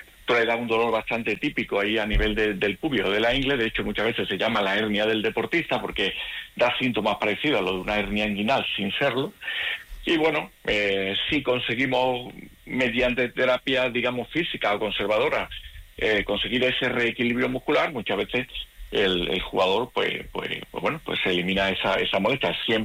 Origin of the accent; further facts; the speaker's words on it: Paradas, Andalusia, Spain; aunque yo no soy de Aral, soy de Paradas, pero bueno, tengo mi centro médico allí en el Aral, vale.